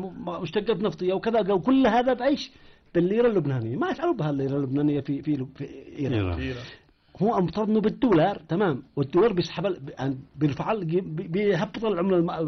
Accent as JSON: {"language": "Arabic", "country": "Yemen"}